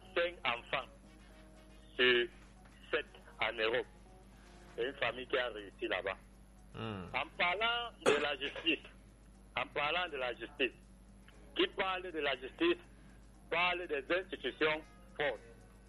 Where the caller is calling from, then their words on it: Cameroon; Tous les Camerounais ne pleurons pas trop.